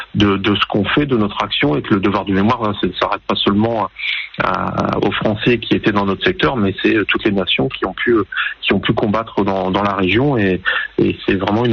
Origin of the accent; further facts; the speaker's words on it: France; donc le fait de pouvoir faire ce chantier chez nous en France avec une équipe allemande sur un locomotive américain